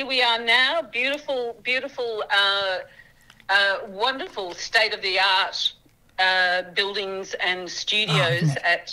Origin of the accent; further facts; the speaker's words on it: Murwillumbah, New South Wales, Australia; now in Sydney, Australia; I'm Cubby Cubby, but that's southeast Queensland. But I grew up in Mwilumbah, so I grew up on Bundjalung Minjimbul country. Wow. I've lived in Sydney for almost 40 years now